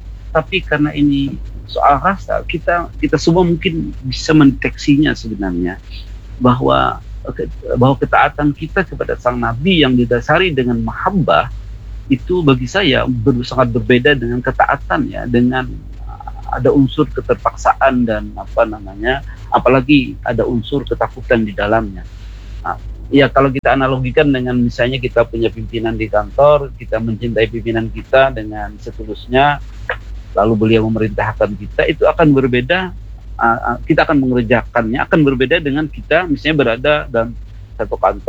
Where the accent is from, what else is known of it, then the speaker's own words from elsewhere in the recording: Banjarmasin, South Kalimantan, Indonesia; kita orang Banjarmasin